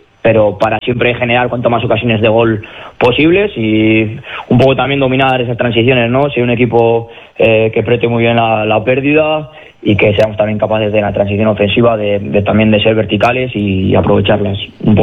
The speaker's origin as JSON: {"language": "Spanish", "town": "Logroño", "region": "La Rioja", "country": "Spain", "said": "soy también de Logroño, de La Rioja"}